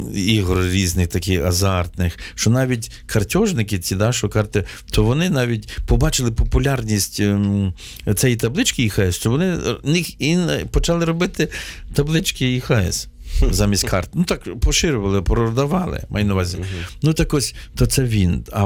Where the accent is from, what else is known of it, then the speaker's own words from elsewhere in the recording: Podillia, Ukraine; ми подоляни, ми з Поділля, чи вінничани називаємося